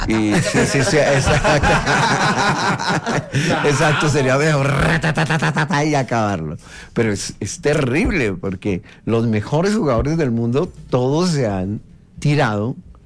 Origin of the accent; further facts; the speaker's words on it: Bogotá, Bogotá Capital District, Colombia; Kennedy, me dicen, pero yo soy de la Super 7